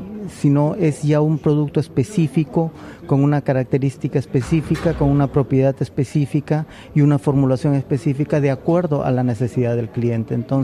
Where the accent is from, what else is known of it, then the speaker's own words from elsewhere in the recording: Peru; now in Germany; soy oriundo del Perú, de profesión economista, graduado aquí en la Universidad de Stuttgart.